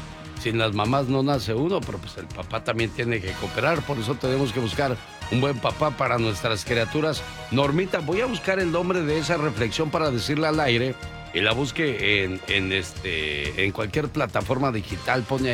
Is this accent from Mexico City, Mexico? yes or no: no; Michoacán, Mexico; moved away; un día salí de Michoacán, pero Michoacán nunca salió de mí.